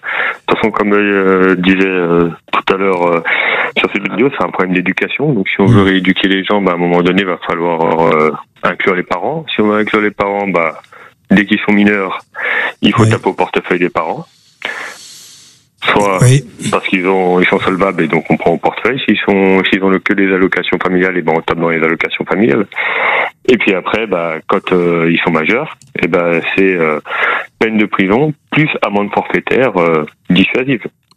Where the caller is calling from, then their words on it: Urcuit, Nouvelle-Aquitaine, France; je vous appelle de Urquhuit, dans les Pyrénées-Atlantiques.